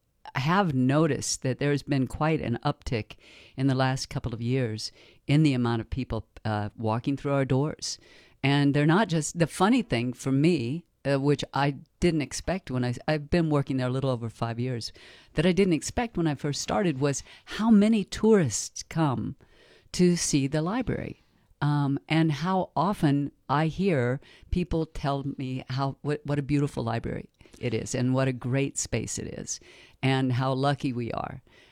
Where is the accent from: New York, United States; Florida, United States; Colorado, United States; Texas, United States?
Colorado, United States; Durango; I'm from Durango